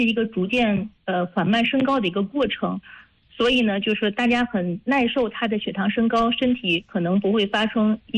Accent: Hebei, China; 我们河北省是高于全国的平均水平的

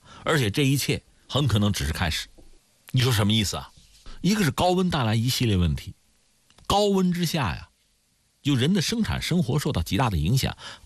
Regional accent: China; 拿我们中国人来讲，以前这农耕民族嘛

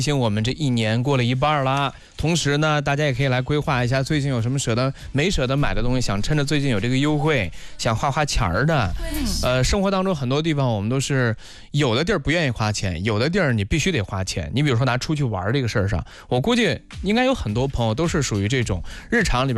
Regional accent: China

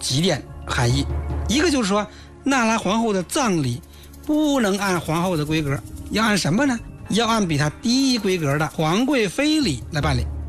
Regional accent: China; 我们中国人

